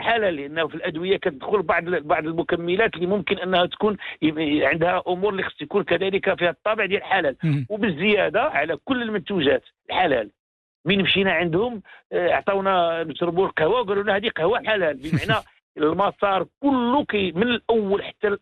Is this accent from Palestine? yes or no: no; Morocco; حنا عندنا في المغرب